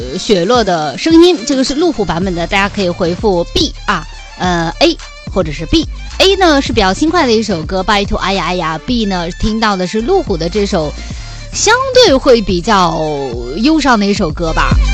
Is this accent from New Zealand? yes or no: no; Henan, China; now in Hainan, China; 在我们河南老家